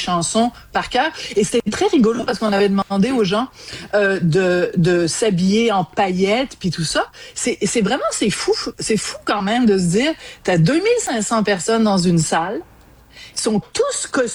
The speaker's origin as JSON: {"language": "French", "region": "Quebec", "country": "Canada", "said": "je suis une journaliste québécoise"}